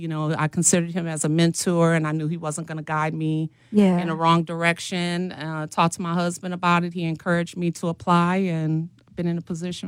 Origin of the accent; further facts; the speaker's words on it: Milwaukee, Wisconsin, United States; Who grew up in Milwaukee, Wisconsin on 40th and Hampton. I attended Bayview High School.